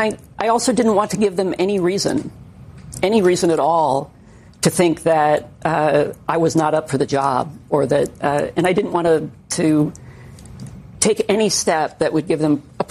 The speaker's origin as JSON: {"language": "English", "region": "Hawaii", "country": "United States", "tie": "born or raised there", "said": "Yeah, so as I grew up in Hawaii, my grandfather, who was from an immigrant family, really instilled on this what you know, you could think of as the immigrant creed."}